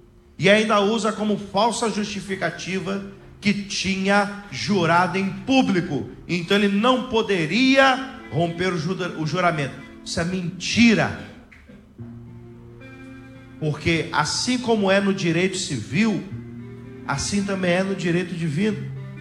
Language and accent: Portuguese; Rio de Janeiro, Brazil; moved away; Eu sou do Rio, mas eu sou do interior do Rio. E olha que lá na minha terra muita gente bate pemba.